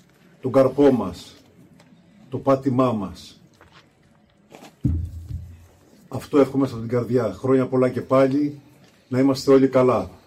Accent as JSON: {"language": "Greek", "town": "Monemvasia", "region": "Peloponnese", "country": "Greece", "tie": "born there", "said": "Και εγώ είμαι από τη Μονεβασιά, η καταγωγή μου. Εκεί γεννήθηκα."}